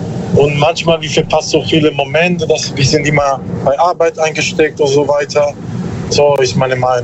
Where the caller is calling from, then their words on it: Bruchsal, Baden-Württemberg, Germany; Bruchsal, so.